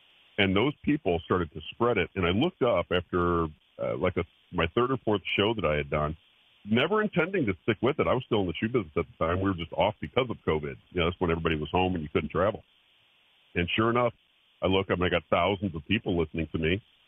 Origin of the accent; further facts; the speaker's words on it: St. Louis, Missouri, United States; You know, I'm from St. Louis, so I wanted to be a sports broadcaster